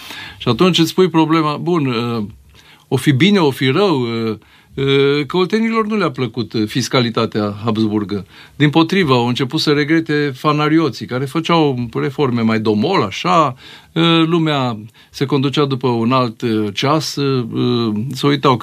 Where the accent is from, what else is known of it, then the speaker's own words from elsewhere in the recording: Arad, Arad County, Romania; born there; m-am născut și trăiesc în partea de vest a țării. De altfel, eu nici nu sunt tehnic vorbind transilvanean, ci sunt din Parțiu, Aradu fiind în afara Transilvaniei istorice.